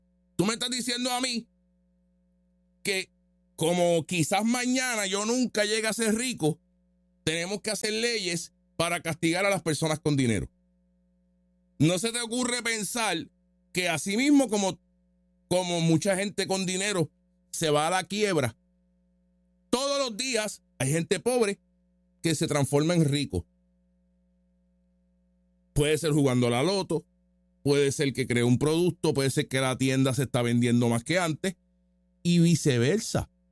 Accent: Puerto Rico

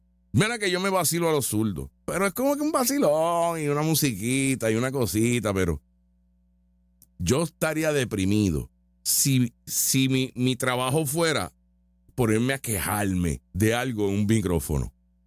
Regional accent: Puerto Rico

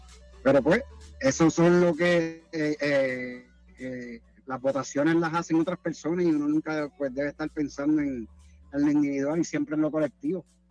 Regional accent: Fajardo, Puerto Rico; Saludos a toda la gente de mi pueblo Fajardo

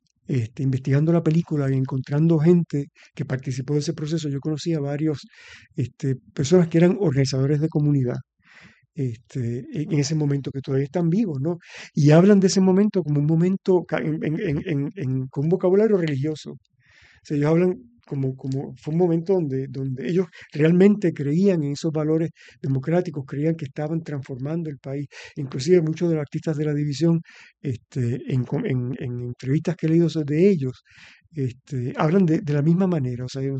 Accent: Aguada, Puerto Rico; yo creciendo en Aguada

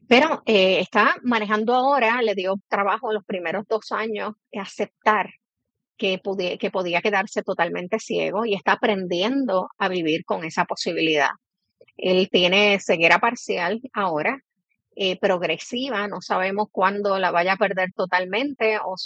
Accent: Mayagüez, Puerto Rico; en Mayagüez, que es mi pueblo natal, y tengo amistades y familia

